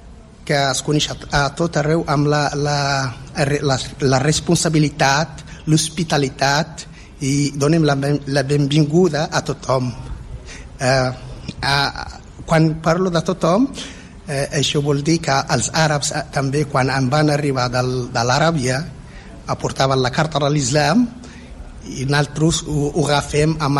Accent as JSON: {"language": "Catalan", "town": "Assamber", "country": "Morocco", "said": "soc del Marroc, exactament del sud, o del sud del Marroc, del desert, soc un fill del desert. I he nascut a una zona que es diu Assamber."}